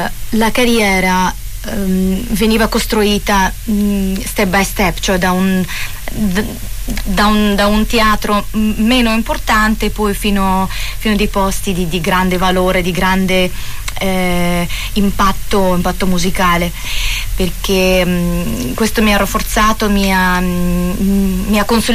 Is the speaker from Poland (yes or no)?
no; Urals, Russia; Italian is a second language; moved away as an adult; also born or lived in Moscow; now in Italy; nella mia città natale, negli Urali. Perché io forse dovrei dire che unisco nelle mie origini il sangue ucraino della mia mamma di Militopoli